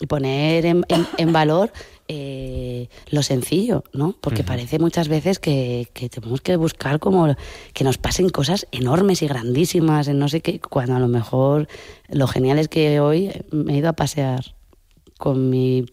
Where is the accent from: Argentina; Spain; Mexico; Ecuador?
Spain; Castile; Simplemente es que soy de Castilla y ya está